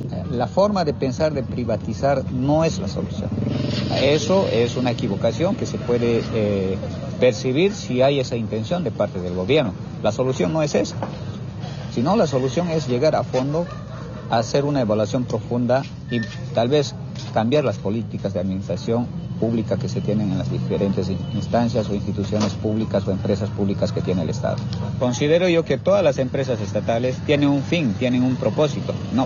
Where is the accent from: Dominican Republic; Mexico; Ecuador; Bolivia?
Bolivia; nosotros como bolivianos